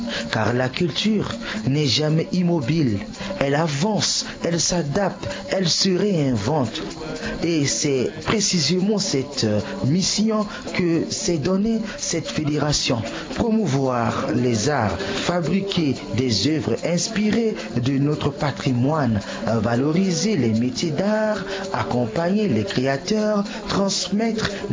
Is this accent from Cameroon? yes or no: no; Central African Republic; chez moi en République centrafricaine